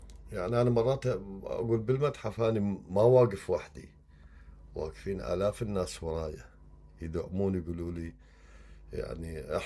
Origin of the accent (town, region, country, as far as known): Iraq